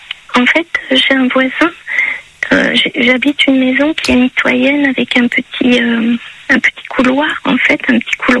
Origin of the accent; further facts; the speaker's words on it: Paris, Île-de-France, France; Je suis parisienne, alors quand je suis arrivée là, j'étais heureuse, quoi, voilà.